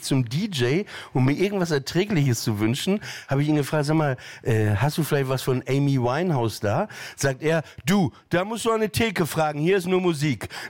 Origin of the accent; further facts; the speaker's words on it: Papenburg, Lower Saxony, Germany; Ich meine, ich komme aus Papenburg im Emsland, ne, da ist das da benutzt man auch nicht so viele Worte